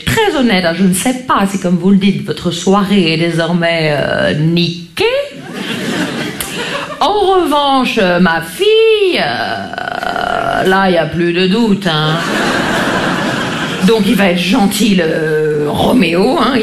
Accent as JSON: {"language": "French", "region": "Grand Est", "country": "France", "said": "Vous savez, moi je viens des Vosges."}